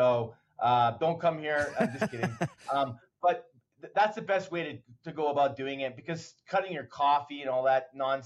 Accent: Sturgeon County, Alberta, Canada; up in Sturgeon County, where I grew up in Northern Alberta

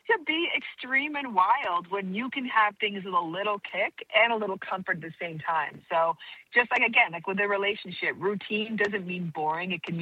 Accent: Canada; now in Los Angeles, United States; because I now live in Los Angeles, but I'm originally from Canada.

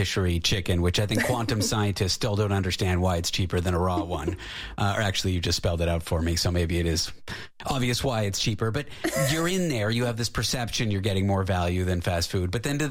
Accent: Canada; I'm from Canada. There's a spot called Tim Hortons

